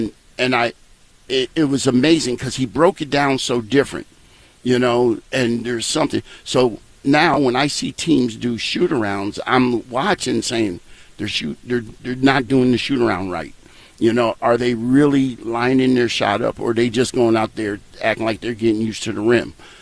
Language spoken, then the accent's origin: English; Fairfield, Connecticut, United States; born there; also born or lived in North Carolina; We moved from North Carolina to Fairfield, Connecticut, which when we moved there was the third richest county in the country.